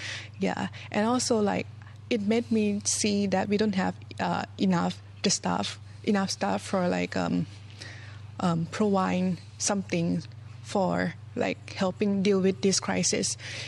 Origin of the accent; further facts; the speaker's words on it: Chiang Mai, Thailand; English is a second language; Yeah, exactly. So I born and raised in Chiang Mai, and I graduated from Chiang Mai as well.